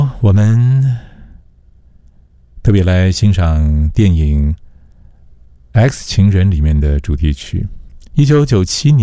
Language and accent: Chinese; Taiwan